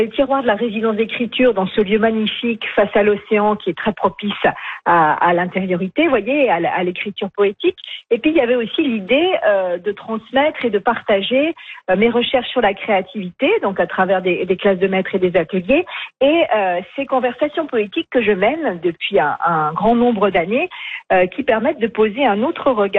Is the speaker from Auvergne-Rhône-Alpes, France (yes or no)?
yes; Saint-Étienne, Auvergne-Rhône-Alpes, France; born there; Alors, je suis née à Saint-Étienne, près de Lyon. Et puis, depuis quelques années, je suis très nomade.